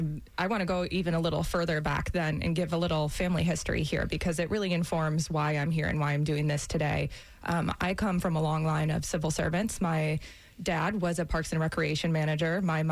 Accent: Michigan, United States; Originally from Michigan. I've been here about 10 years.

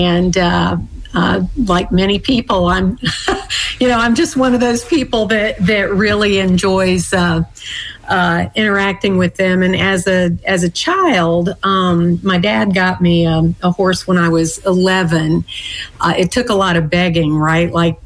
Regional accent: Bowling Green, Kentucky, United States; I grew up in Bowling Green, Kentucky

